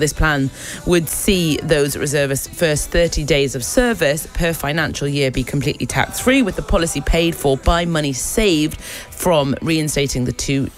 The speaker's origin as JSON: {"language": "English", "town": "Newcastle upon Tyne", "region": "North East England", "country": "United Kingdom", "said": "I'm from Newcastle."}